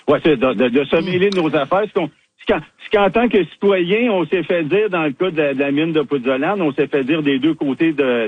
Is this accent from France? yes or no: no; Quebec, Canada; chez nous au Québec